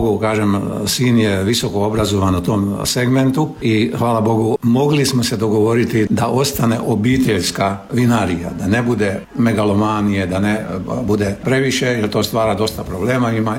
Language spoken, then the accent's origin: Croatian; Croatia; kod nas u Hrvatskoj i Dalmaciji